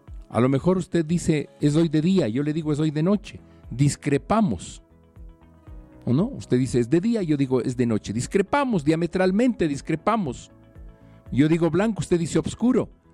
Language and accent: Spanish; Ecuador